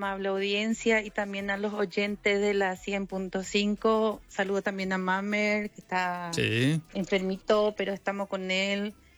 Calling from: Pedro Juan Caballero, Amambay, Paraguay

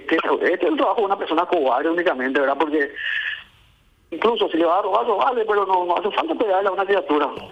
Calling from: Asunción, Paraguay; Yo vivo en Sajonia

